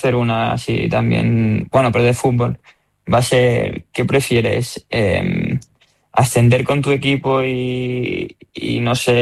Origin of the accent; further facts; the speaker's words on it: Terrassa, Catalonia, Spain; yo soy catalán y en Cataluña tenemos exacto, tenemos de las dos